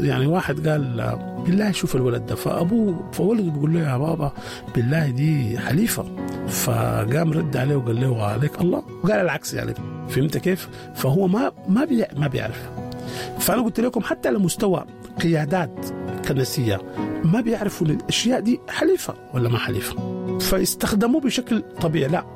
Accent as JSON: {"language": "Arabic", "country": "Sudan", "said": "يعني العادة دي منتشرة جدا عندنا في السودان"}